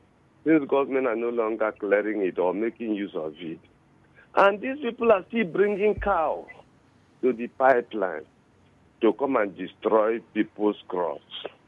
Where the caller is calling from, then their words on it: Oyibo, Nigeria; I'm calling you right from Oyibo.